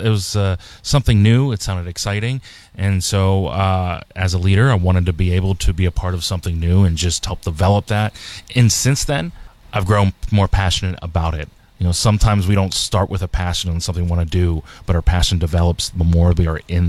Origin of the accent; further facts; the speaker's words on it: North Huntington, Pennsylvania, United States; Well, I am definitely a Yinzer at heart.